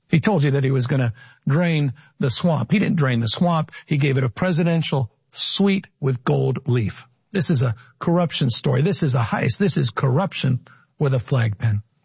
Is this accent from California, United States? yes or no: yes; California, United States; I'm proud of my home state of California